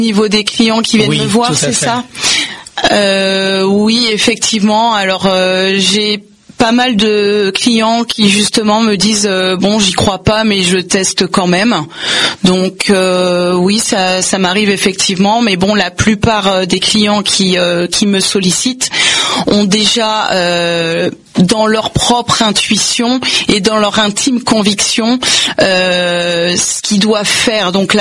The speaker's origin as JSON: {"language": "French", "town": "Angers", "region": "Pays de la Loire", "country": "France", "tie": "born there", "said": "je suis née sur Angers, et je pratique en fait la voyance en France"}